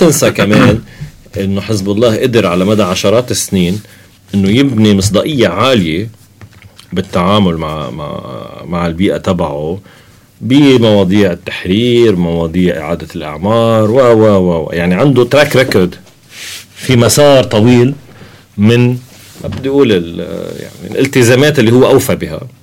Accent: Lebanon

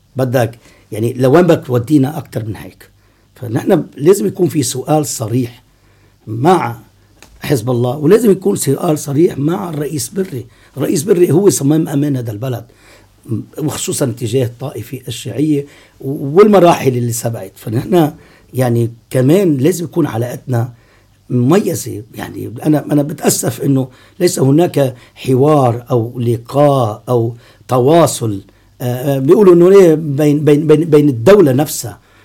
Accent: Lebanon; نحن ما بنزعل كلبنانيين

